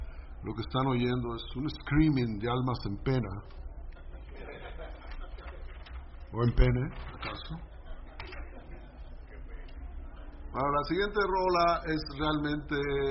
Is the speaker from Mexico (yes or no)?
yes; northern Mexico, Mexico; now in Mexico City, Mexico; por norteño lo tomaban uno como gringo